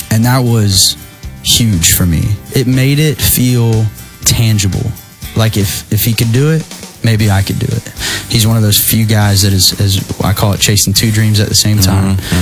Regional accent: Oklahoma, United States; I'm from Oklahoma. I'm 16. I'm out here trying to write some songs

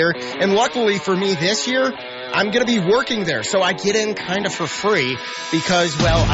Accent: St. Paul, Minnesota, United States; I grew up in St. Paul

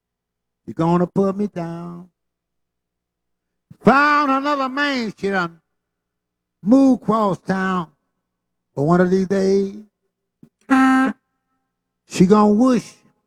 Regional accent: Mississippi, United States; Yeah, get in the sun. You know, we're from Mississippi. It ain't hot to us.

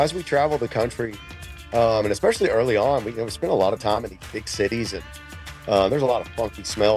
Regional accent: Tullahoma, Tennessee, United States; I do my charity, my children's charity event in my hometown in Tullahoma, Tennessee, at the high school.

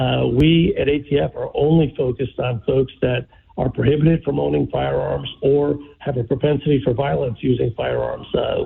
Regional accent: New York City, New York, United States; when I grew up in New York City.

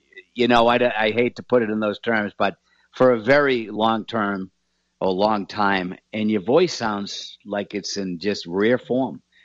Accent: Boston, Massachusetts, United States; accent: Boston; We are in Boston, Massachusetts. I figured you could tell with my Boston accent.

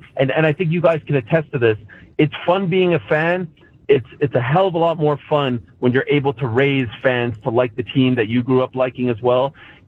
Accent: Montreal, Quebec, Canada; moved away; I grew up in Montreal

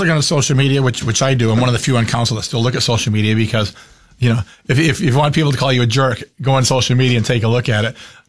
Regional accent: Keene, New Hampshire, United States; I was born and raised in Keene and grew up here

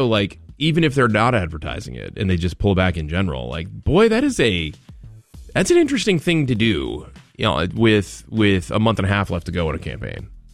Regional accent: New England, United States; We are from New England.

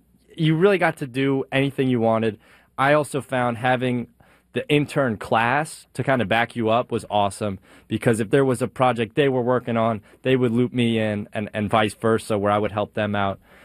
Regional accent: Libertyville, Illinois, United States; moved away as an adult; now in London, Canada

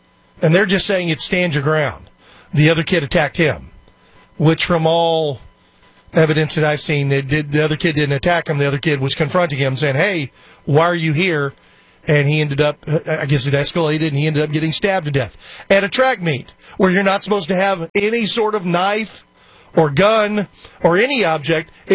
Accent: Houston, Texas, United States; the high school I graduated from is Kingwood High School. As you guys know, I was born and raised here in Houston.

